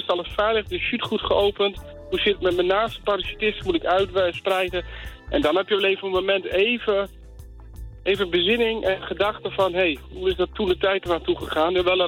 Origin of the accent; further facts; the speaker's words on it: Drenthe, Netherlands; born there; moved away; toen ik in Drenthe woonde.